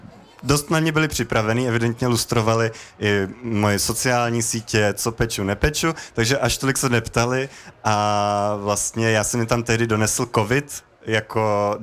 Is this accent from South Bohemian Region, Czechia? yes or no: yes; Tábor, South Bohemian Region, Czechia; já pocházím od Tábora